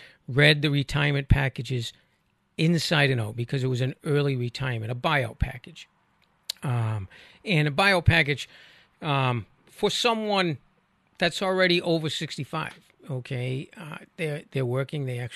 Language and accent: English; Rhode Island, United States; accent: Rhode Island; So I try my hardest to not project my Rhode Island accent, I guess.